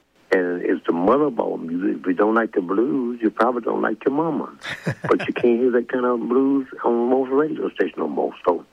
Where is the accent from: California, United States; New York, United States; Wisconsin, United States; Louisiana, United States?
Louisiana, United States; because I'm from Louisiana, but my first encounter of the stage was in Arkansas